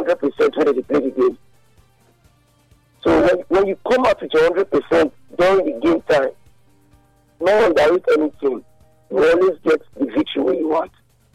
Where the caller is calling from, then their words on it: Cameroon; I'm only calling from Cameroon.